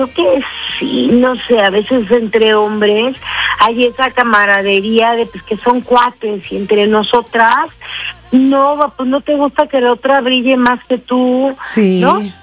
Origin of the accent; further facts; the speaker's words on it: Querétaro, Mexico; now in Mexico City, Mexico; yo soy queretana, entonces tuve que dejar mi tierra para irme a la Ciudad de México y venirme porque yo ya vivo en la Ciudad de México desde aquel entonces, desde los 80s.